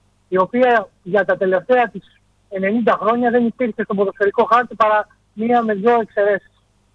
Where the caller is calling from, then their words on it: Greece; εμείς στην Ελλάδα έχουμε μάθει να ζούμε με το αχάριστος